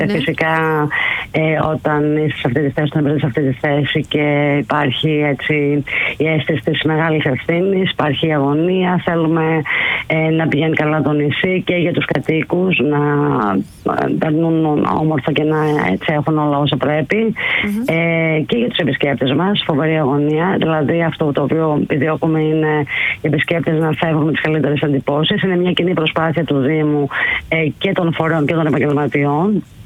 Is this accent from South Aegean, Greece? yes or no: yes; Sifnos, South Aegean, Greece; Γεννήθηκα στη Σύφνο. Ναι. Είμαι από τη Σύφνο και γεννήθηκα στο σπίτι που μένω μέχρι σήμερα.